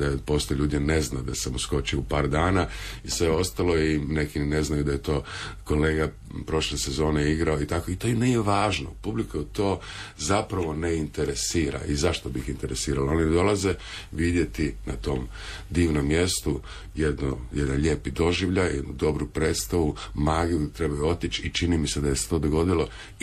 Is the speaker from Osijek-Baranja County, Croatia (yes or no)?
yes; Osijek, Osijek-Baranja County, Croatia; now in Dubrovnik, Croatia; Ja se sjećam kad sam, ja sam rodom iz Osijeka, pa kad sam kao mlađi se vraćao kao student u Osijek